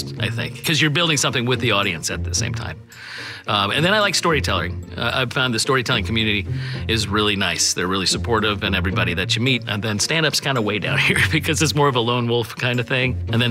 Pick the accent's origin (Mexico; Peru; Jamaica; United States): United States; Dallas, Texas; also born or lived in Allentown, Pennsylvania; now in New York, United States; I was born in Allentown, Pennsylvania. Grew up in Dallas, Texas. Been in New York for the past 2 decades.